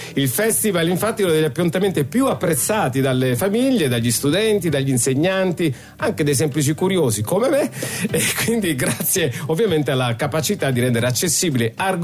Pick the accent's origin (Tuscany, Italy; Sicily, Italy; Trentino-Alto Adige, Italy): Sicily, Italy; Palermo; io da palermitano